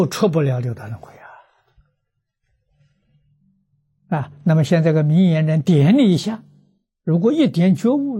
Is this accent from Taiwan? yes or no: no; China